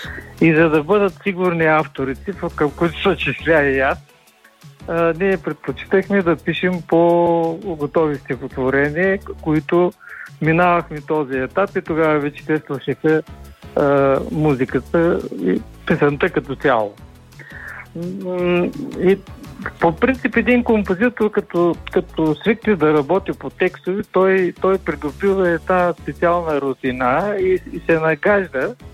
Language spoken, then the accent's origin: Bulgarian; Yambol, Yambol Province, Bulgaria; а моя роден град си е Ямбол.